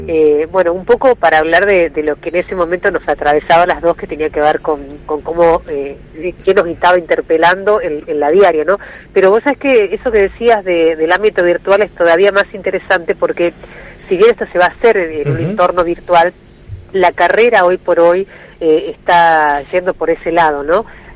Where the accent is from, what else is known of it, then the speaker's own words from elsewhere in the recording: Salta, Argentina; now in Santa Fe, Argentina; siendo salteña